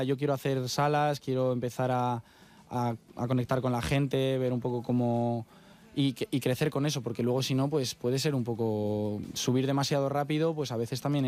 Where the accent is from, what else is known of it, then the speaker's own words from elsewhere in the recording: Valladolid, Castile and León, Spain; una sala que era de Valladolid, que era de donde soy yo.